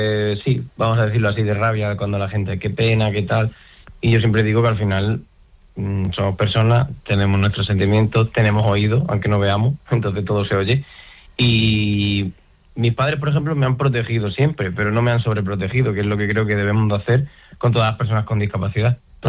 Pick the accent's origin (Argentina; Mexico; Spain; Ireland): Spain; Sierra de Fuentes, Extremadura; Sí, la verdad que he estado trabajando como fisioterapeuta 7 años en mi pueblo, en Sierra de Fuentes, que tuve una clínica, y como bien dice, es una de mis pasiones.